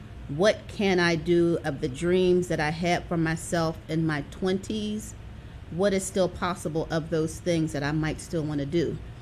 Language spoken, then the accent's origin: English; Pittsburgh, Pennsylvania, United States; born or raised there; now in Atlanta, United States